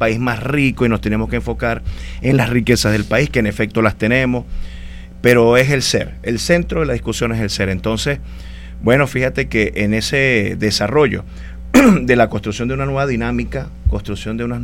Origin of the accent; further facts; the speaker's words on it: Andes, Venezuela; Yo soy andino.